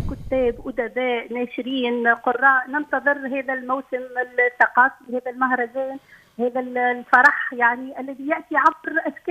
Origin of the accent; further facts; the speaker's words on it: Tunisia; وهذا من حقنا كتونسيين أن نكون في صدارة المشهد،